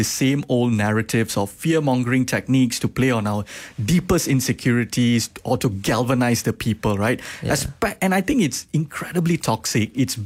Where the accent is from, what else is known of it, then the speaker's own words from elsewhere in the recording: Malaysia; I'm Malaysian Tamil.